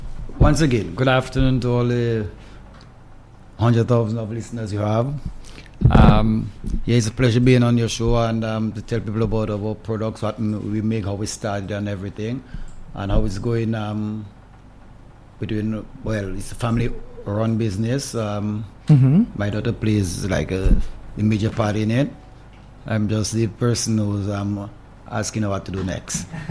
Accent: Pichelet, Saint Patrick Parish, Dominica; I'm from Pichelet, mm-hmm. born and raised.

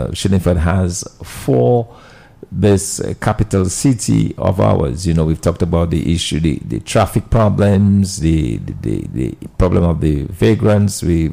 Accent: Roseau, Saint George, Dominica; when we were growing up in Roseau, practically all of the businesses were locally owned.

